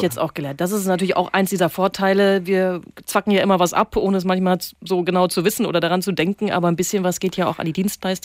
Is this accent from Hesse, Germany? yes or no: yes; Frankfurt, Hesse, Germany; ich komme ja aus Frankfurt